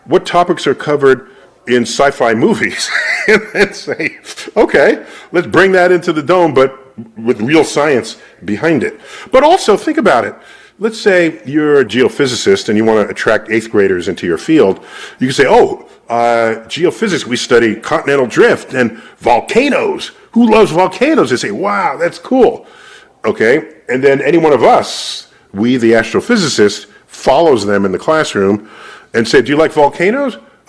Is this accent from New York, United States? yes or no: yes; New York City, New York, United States; And I grew up in New York City, so it wasn't just on a special trip to the Hayden Planetarium.